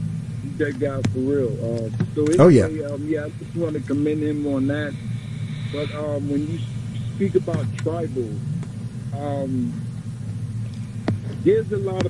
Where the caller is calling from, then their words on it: New York, United States; I'm from Queens.